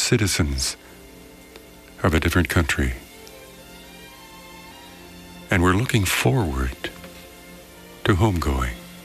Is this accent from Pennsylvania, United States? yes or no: yes; Philadelphia, Pennsylvania, United States; moved away as an adult; But I only spent 18 years there. I've spent 45 or 50 elsewhere. But I'm from Philadelphia. I still retain some of the accent.